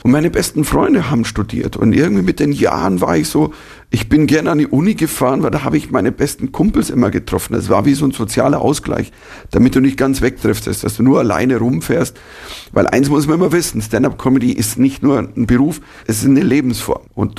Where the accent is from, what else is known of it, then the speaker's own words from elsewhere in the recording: Germany; Du stehst da als Deutscher in Amerika und in Südafrika.